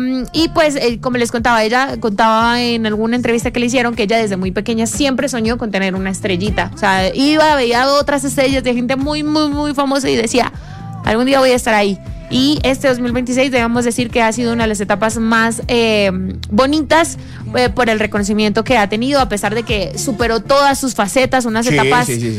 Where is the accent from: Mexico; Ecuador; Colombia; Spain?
Colombia; Saladoblanco, Huila; Resulta que en mi pueblo, en Salado Blanco, Huila, tierra de promisión, que sus mujeres alegres, alegra el corazón, hay una ceiba gigante.